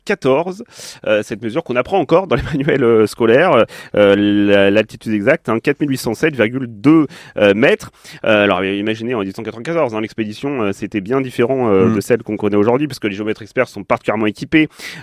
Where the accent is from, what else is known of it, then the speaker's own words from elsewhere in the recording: Auvergne-Rhône-Alpes, France; qui sont bien connus chez nous en Haute-Savoie.